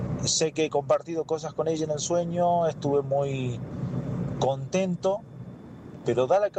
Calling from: Salta, Argentina; Vivo en lo que es la provincia de Salta, en el interior

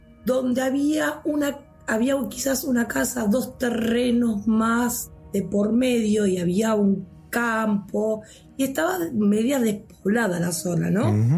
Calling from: Lomas de Zamora, Buenos Aires Province, Argentina; Soy de Lomas de Zamora.

